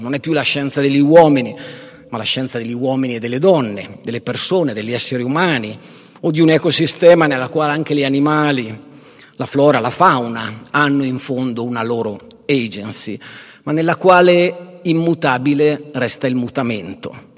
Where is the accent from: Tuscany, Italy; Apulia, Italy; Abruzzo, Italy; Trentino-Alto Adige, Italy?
Trentino-Alto Adige, Italy; moved away; io non sono originario della Val di Fiemme, sono della Val di Fiemme, nel senso che alla fine sono radici che rimangono e che non si perdono.